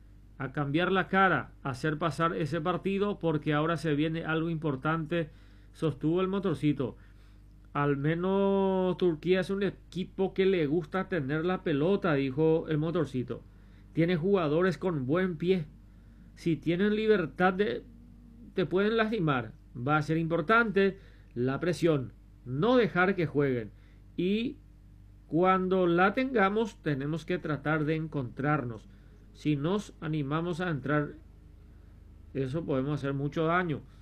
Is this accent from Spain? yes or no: no; Paraguay; Y así pues somos los paraguayos.